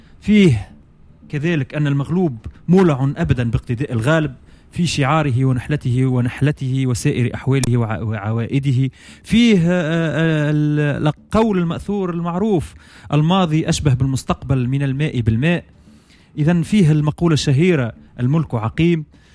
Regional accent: Tunisia

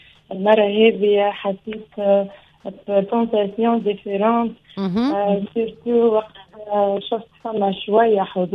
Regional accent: Tunisia; عايزك خاطر انا ديما نقول انا تونسية، وديما نحب معناتها نخلي الايدنتيتي نتاعي حاجة فارتي مني

